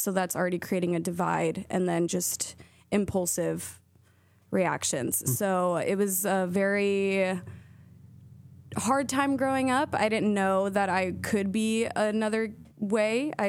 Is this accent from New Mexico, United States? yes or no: yes; New Mexico, United States; moved away as an adult; now in South Bend, United States; I'm from New Mexico.